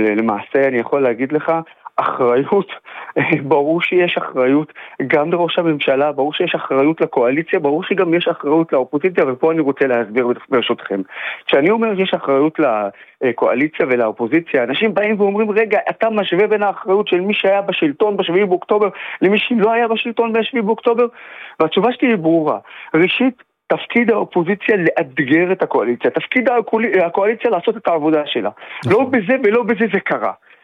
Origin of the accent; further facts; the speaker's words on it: Nazareth, Northern District, Israel; אני כערבי ישראלי מנצרת שהתחנך וגדל גם על הערכים המערביים האלה שספקתי מתוך מדינת ישראל